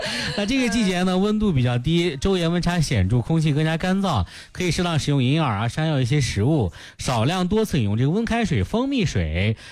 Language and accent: Chinese; Shanxi, China; 我们山西这边